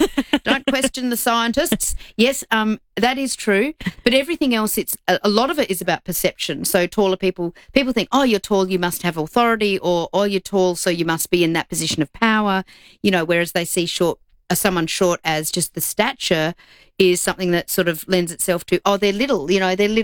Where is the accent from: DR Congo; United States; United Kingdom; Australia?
Australia; Broken Hill, New South Wales; I grew up in Broken Hill.